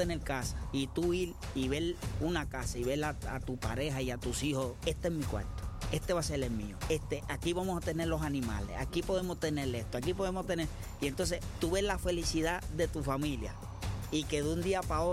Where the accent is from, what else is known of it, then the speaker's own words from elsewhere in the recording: Toa Alta, Puerto Rico; yo soy de Toalta.